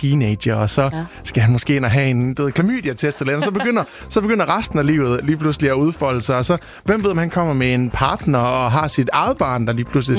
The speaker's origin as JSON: {"language": "Danish", "region": "Central Denmark Region", "country": "Denmark", "said": "Altså, jeg kommer fra Djursland af, og kunne være der og kunne være landsbylæge derude"}